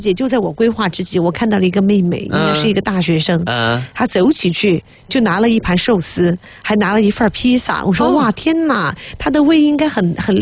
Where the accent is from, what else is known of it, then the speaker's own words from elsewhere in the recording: Sichuan, China; 说到那个我们四川人喜欢吃粑粑这件事情